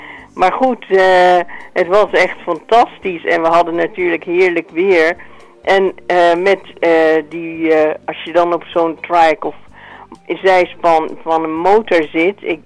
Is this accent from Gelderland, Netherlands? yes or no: yes; Gelderland, Netherlands; Ik kom een beetje uit de Achterhoek.